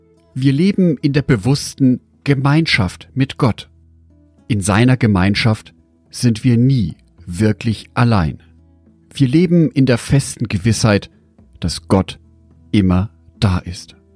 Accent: Düsseldorf, North Rhine-Westphalia, Germany; born there

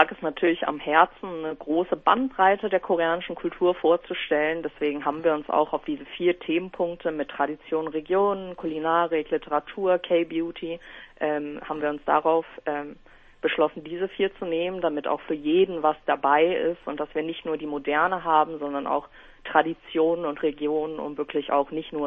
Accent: Berlin, Germany; born there; als ich circa 2014, 2015 zur Oberschule in Berlin ging.

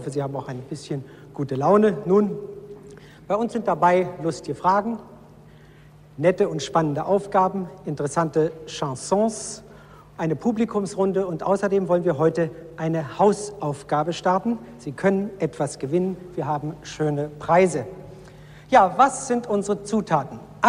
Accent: Berlin, Germany; wie sollen wir es als Berliner finden?

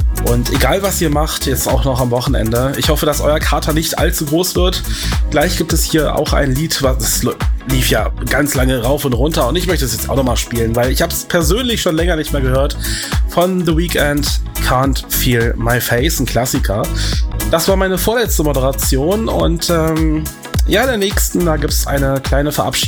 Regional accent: Hildesheim, Lower Saxony, Germany; morgen brauchen die Verkehrsteilnehmenden in Hildesheim, in meiner Heimatstadt, doch ein bisschen starke Nerven

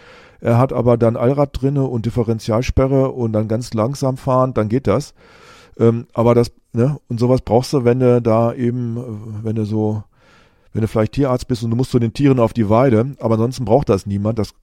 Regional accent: Rinteln, Lower Saxony, Germany; Auch da in meiner alten Heimatgemeinde in Rinteln, da fahren jetzt alle SUVs.

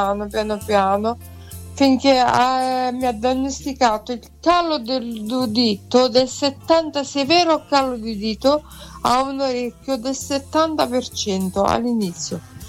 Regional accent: San Marco in Lamis, Apulia, Italy; Sì, sì, no, sono di San Marco Lamis, provincia.

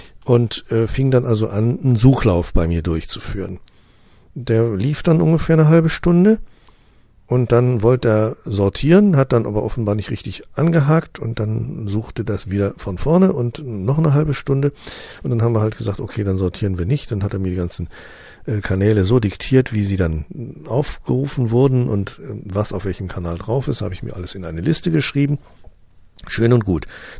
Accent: West Germany, Germany; damals als Wessi

